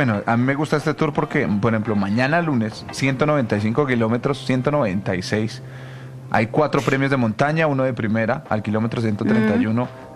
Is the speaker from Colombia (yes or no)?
yes; Boyacá, Colombia; yo soy buen boyacense. Yo como mute, como caldo.